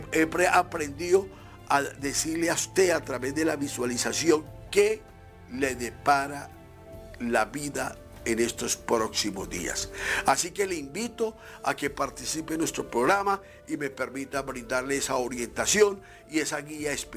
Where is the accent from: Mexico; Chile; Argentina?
Mexico; Catemaco, Veracruz; Yo quiero recordarles que yo vengo de Catemaco, Veracruz, la isla de los monos. Allá me enseñaron desde muy temprana edad a conocer el misterio, el poder y el conocimiento de la Pachamama